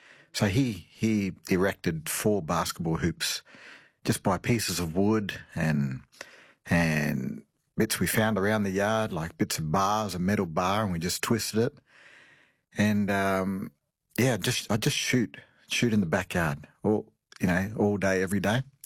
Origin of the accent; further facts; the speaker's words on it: Darwin, Northern Territory, Australia; So born and raised on Larrakia country in Darwin, and so were my parents. Grew up in Darwin, like around an AFL kind of background